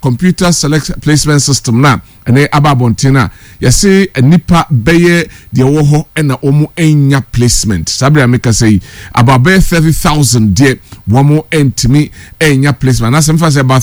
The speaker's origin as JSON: {"language": "English", "country": "Ghana", "said": "from Efijasi. In this country, our leaders always set priorities which are not really needed at the right time."}